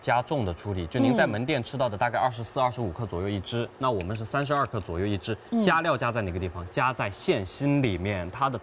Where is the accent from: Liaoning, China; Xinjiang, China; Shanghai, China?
Shanghai, China; 咱们上海人都非常喜欢的